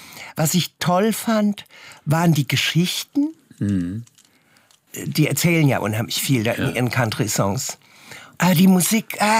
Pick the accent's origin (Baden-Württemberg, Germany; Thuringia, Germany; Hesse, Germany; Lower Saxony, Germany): Hesse, Germany; Naja, es gab ja früher, ich bin ja aus Hessen, es gab halt Radio, normales Radio.